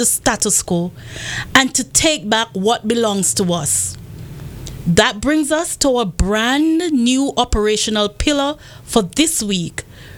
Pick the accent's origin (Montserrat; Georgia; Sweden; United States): Montserrat; moved away; Montserrat, my hometown, the Emerald Isle of the Caribbean